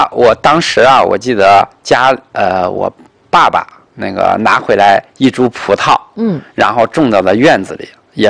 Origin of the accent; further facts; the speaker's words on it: Nanyang, Henan, China; moved away as an adult; now in Tianjin, China; 我的老家是南阳。